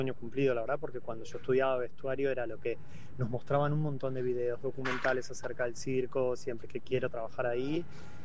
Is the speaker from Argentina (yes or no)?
yes; Argentina; hace, bueno, más de 10 años estudiando diseño de vestuario en Buenos Aires. Yo soy de Argentina.